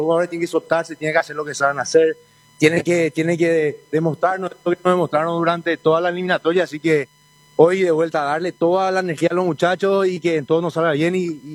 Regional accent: Paraguay; somos paraguayos, somos una gran nación, un gran país.

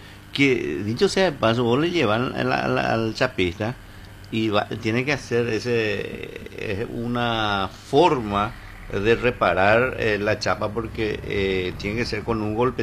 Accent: Presidente Franco, Alto Paraná, Paraguay; En mi terruño, en Franco

